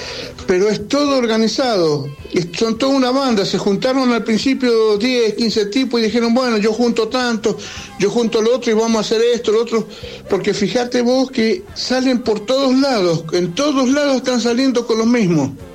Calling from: Godoy Cruz, Mendoza, Argentina; de Godoy Cruz.

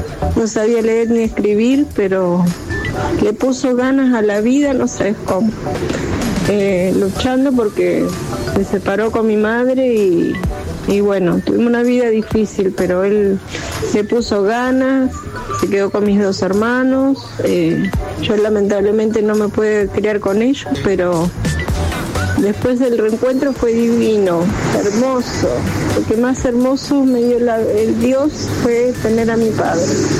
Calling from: Luján, Buenos Aires Province, Argentina; de Luján.

